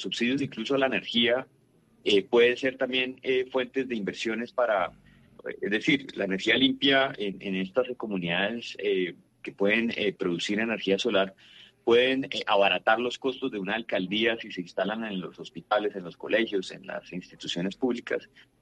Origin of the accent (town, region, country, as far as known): Colombia